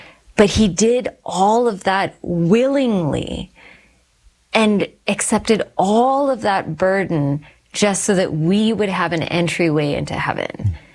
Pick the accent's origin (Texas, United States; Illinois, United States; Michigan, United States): Texas, United States; born or raised there; also born or lived in Calgary, Canada